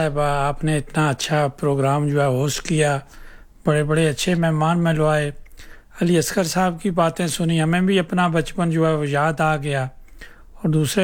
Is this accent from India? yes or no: no; Rawalpindi, Punjab, Pakistan; also born or lived in Gulyana, Gujar Khan; ਮੈਂ ਪਿੰਡੀ 'ਚ ਪੈਦਾ ਹੋਇਆ, ਪਿੰਡੀ ਮੇਰਾ ਸ਼ਹਿਰ ਹੈ, ਵੈਸੇ ਮੇਰਾ ਗਾਉਂ ਗੁਲਿਆਣਾ, ਗੁਲਿਆਣੇ ਦਾ ਮੈਂ ਰਹਿਣ ਵਾਲਾ